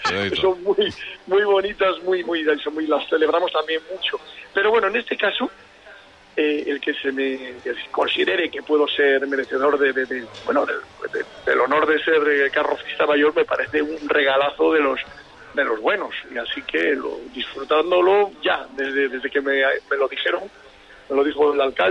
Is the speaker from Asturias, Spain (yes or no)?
no; Cantabria, Spain; de conectar hoy con vosotros, con Cantabria, para acercarme un poco, porque repito, soy muy pesado con mi pueblo